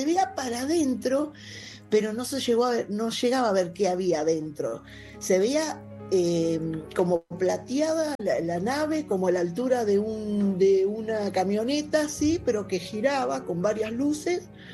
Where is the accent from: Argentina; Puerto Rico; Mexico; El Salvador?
Argentina; Merlo, Buenos Aires Province; Hola, buenas noches. … de Merlo.